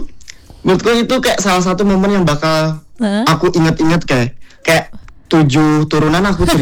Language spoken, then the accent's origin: Indonesian; Cianjur, West Java, Indonesia; born there; now in Yogyakarta, Indonesia; Aku aslinya Jawa Barat, aslinya tuh kotanya tuh Cianjur.